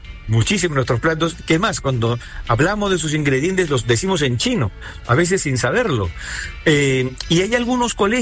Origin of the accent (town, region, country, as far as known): Peru